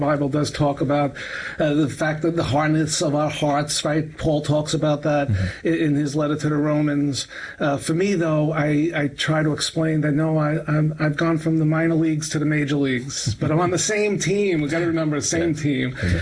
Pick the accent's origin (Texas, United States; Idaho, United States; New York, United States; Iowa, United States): New York, United States; Brooklyn; born or raised there